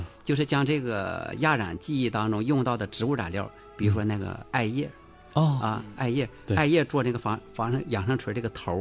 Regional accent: China; 并且这个牡丹呢不会严寒，也体现我们中国人这个有骨气

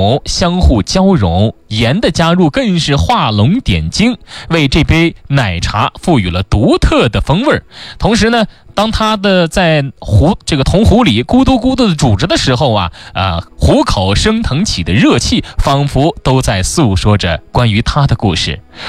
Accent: Xinjiang, China; 在咱们新疆人来看啊

